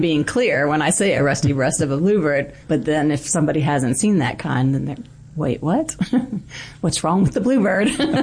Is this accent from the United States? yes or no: yes; Florida, United States